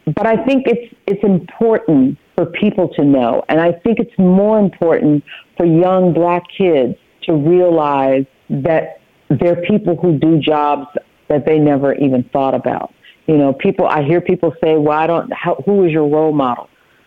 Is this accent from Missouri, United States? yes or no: yes; St. Louis, Missouri, United States; moved away as an adult; also born or lived in Palestine, Texas / Atlanta, Georgia; And we moved to St. Louis, where I grew up and lived and stayed until I went off to college.